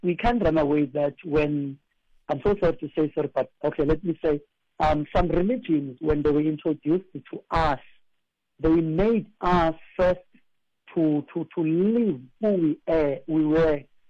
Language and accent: English; Engcobo, Eastern Cape, South Africa; I'm coming from Engcobo, in a small village where the villagers, they take accountability of what is happening within the village.